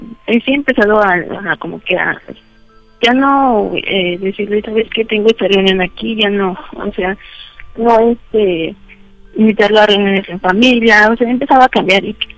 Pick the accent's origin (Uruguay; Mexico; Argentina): Mexico; Magdalena Contreras, Mexico City; 31 años y soy de la Magdalena Contreras.